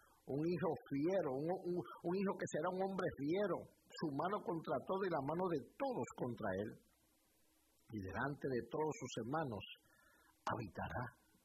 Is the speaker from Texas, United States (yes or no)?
yes; Texas, United States; Yo vengo de Texas y yo me siento tan feliz porque no estamos procurando que la gente vea lo que estamos haciendo en Texas.